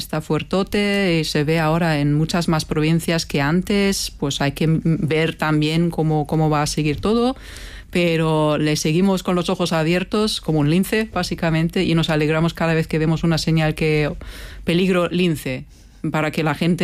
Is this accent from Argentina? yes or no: no; Germany; moved away; also born or lived in Madrid / London; soy alemana en una zona donde mayormente se ha votado por el Brexit